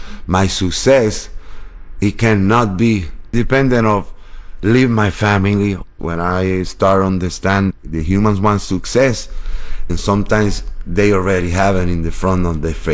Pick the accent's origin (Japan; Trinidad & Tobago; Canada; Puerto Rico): Puerto Rico; San Juan; moved away; also born or lived in Boston